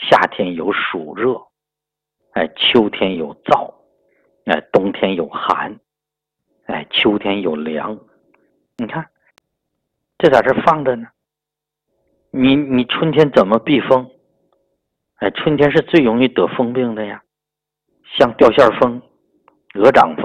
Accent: Yunnan, China; 就是我们云南人吃米线，你这个季节就酸辣口，酸的多放，辣的少放。

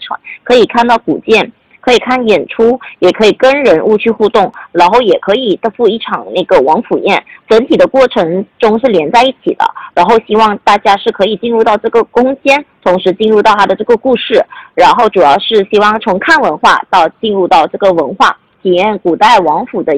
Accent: Malaysia; moved away; 因为我本身是个外国人，我是来自于马来西亚

